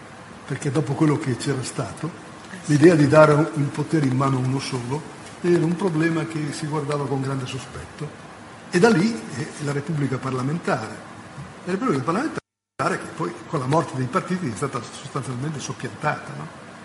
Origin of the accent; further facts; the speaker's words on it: Quistello, Lombardy, Italy; Quistello, che è il mio paese